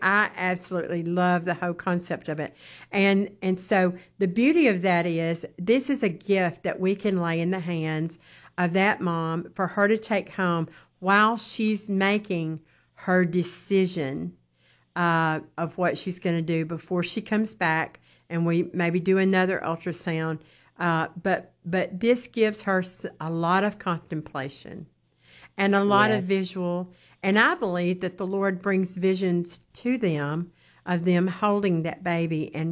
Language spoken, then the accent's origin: English; Mississippi, United States; She's my Mississippi sister because, see, that's my home state.